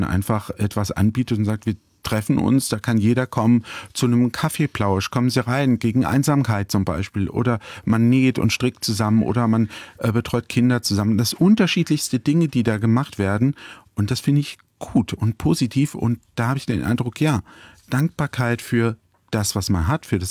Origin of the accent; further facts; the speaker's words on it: Butzbach, Hesse, Germany; Ja, auch bei uns in Putzbach, wo ich zu Hause bin, in meiner Heimatstadt